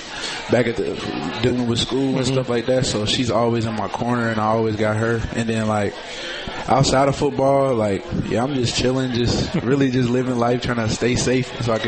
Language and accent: English; Louisville, Kentucky, United States; I grew up in the West End of Louisville. My mom and dad played at Mill High School, both basketball players.